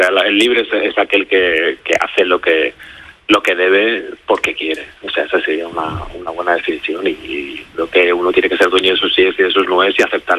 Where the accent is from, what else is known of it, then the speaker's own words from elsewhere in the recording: Manacor, Balearic Islands, Spain; Sí, yo soy de Manacor.